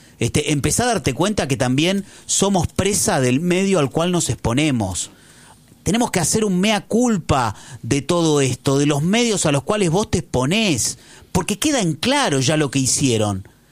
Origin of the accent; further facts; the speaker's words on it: Argentina; Seamos más responsables nosotros como argentinos